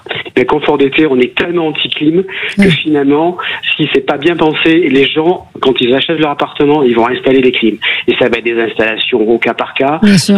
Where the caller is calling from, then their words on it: Bordeaux, Nouvelle-Aquitaine, France; Moi je suis à Bordeaux